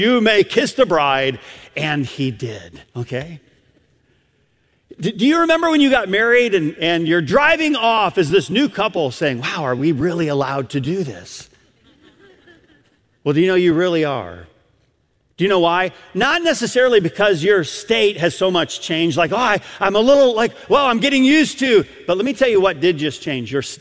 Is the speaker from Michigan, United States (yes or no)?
yes; Michigan, United States; I'm a Michigander. I grew up in Michigan.